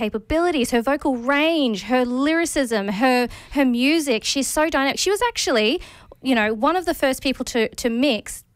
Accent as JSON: {"language": "English", "region": "Queensland", "country": "Australia", "said": "I'm not used to Melbourne winter at all. I'm a Queenslander."}